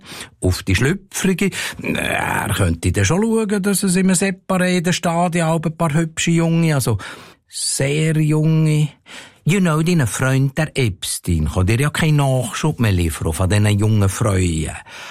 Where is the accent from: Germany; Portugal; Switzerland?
Switzerland